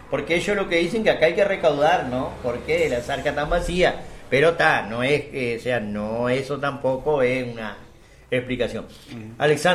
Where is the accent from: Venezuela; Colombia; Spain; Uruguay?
Uruguay; mi paisito